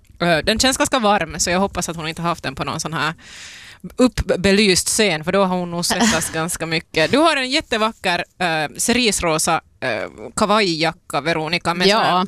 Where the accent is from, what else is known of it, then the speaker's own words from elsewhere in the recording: Ekenäs, Uusimaa, Finland; Ja, när vi jag har lite koll, jag är från Ekenäs.